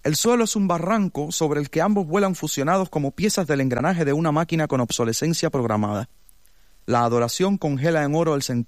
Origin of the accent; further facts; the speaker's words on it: Cuba; crecí con la literatura de José Martí, como todos los niños cubanos